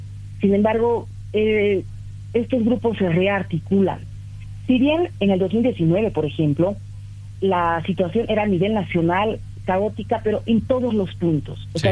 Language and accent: Spanish; Bolivia; Yo, como boliviana